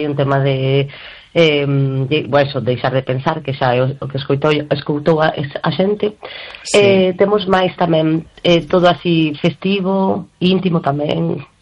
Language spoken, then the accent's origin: Galician; Argentina; eu, bueno … veño de Argentina